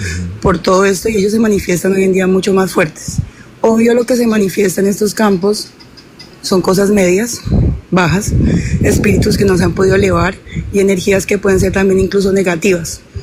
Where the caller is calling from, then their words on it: Cali, Valle del Cauca, Colombia; Desde Colombia, lo mismo Cali